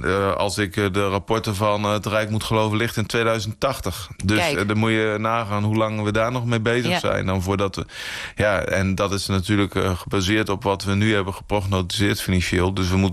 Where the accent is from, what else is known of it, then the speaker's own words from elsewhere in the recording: IJsselmuiden, Overijssel, Netherlands; also born or lived in Kampen; now in Blokzijl, Netherlands; Ik ben in IJsselmuiden geboren en opgegroeid. En toen ik getrouwd ben, heb ik een paar jaar in Kampen gewoond. Nou, 12 jaar. En nu ondertussen bijna 5 jaar in Blokzijl.